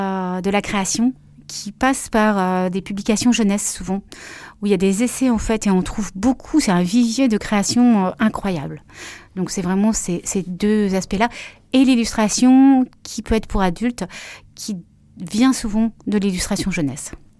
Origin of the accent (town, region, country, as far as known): Grenoble, Auvergne-Rhône-Alpes, France; also born or lived in Paris